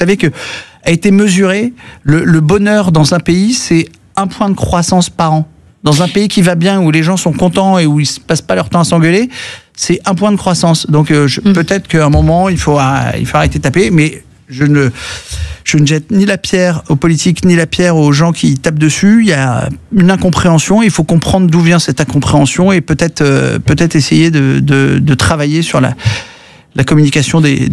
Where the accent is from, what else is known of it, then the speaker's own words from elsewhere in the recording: Hauts-de-France, France; Et moi, je viens du bassin minier du Pas-de-Calais.